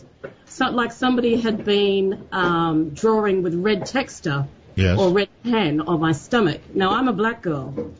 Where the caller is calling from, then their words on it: Sydney, New South Wales, Australia; Hi, Michelle. I'm from Sydney, Australia.